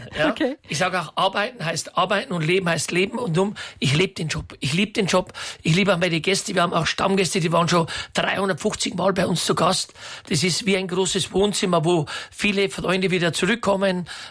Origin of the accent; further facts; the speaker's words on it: Bavaria, Germany; Ich komme aus dem Bayerischen Wald, da haben wir so ein Musikhotel mit so 140 Betten.